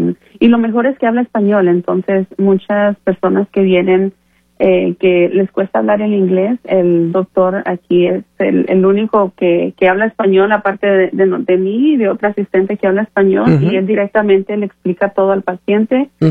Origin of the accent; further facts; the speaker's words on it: Guatemala; Yo soy de Guatemala originalmente.